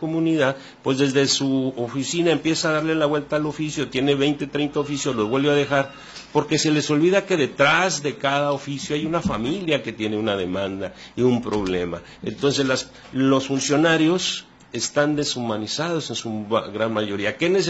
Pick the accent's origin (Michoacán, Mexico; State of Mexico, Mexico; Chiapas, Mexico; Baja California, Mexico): Baja California, Mexico; Tijuana; yo formé un primer comité de orientación para defender a los jóvenes de mi tierra de Tijuana cuando tenía 15 años de edad.